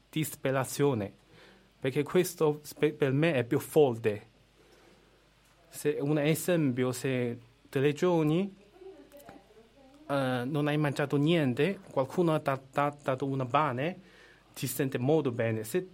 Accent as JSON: {"language": "Italian", "country": "China", "second_language": "Italian", "moved": "yes", "lives_now": "Italy", "said": "Io faccio questo arte in Italia perché io sono cinese."}